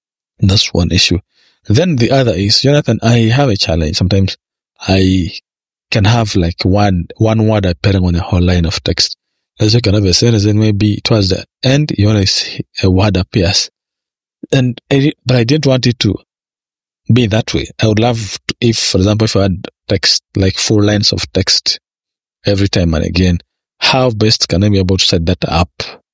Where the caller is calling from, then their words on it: Uganda; I am from Uganda